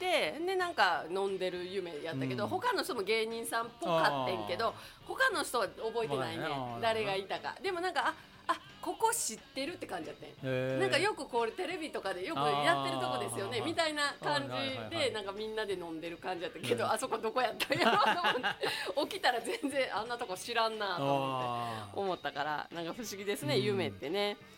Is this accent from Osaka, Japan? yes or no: yes; Takatsuki, Osaka, Japan; あのね、まず歌巻っていう、私の地元の高槻っていうところでやってるイベントがあるんです、毎月1回ね。